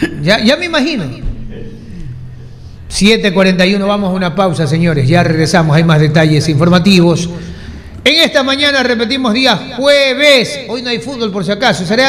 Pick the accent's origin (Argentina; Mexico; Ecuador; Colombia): Ecuador; Somos los ecuatorianos los que vamos a ejercer nuestro derecho